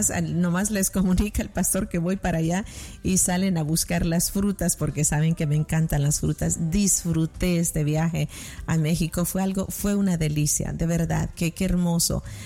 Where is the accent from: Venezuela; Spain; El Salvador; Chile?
El Salvador; moved away; En mi país, El Salvador, le llamamos zapotes